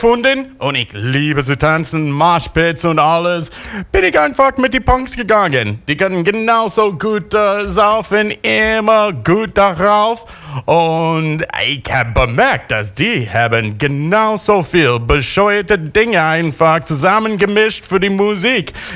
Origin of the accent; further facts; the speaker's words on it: United States; German is a second language; now in Düsseldorf, Germany; Ich bin aus den USA. Und ich komm eigentlich von ein bisschen mehr die Richtung Heavy Metal, Industrial Metal.